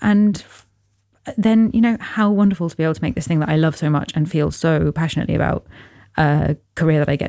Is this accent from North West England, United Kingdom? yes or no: no; London, United Kingdom; born there; So when I came back to London, I was born in London and came back here by myself when I was 18.